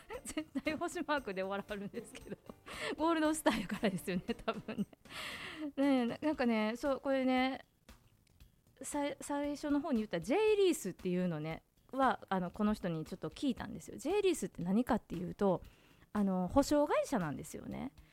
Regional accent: Kansai, Japan; accent: Kansai dialect; 私が関西弁で聞く

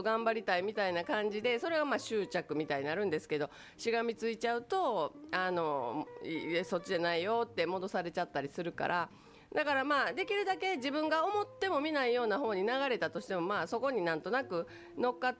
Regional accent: Takatsuki, Osaka, Japan; 私高槻出身でしてね

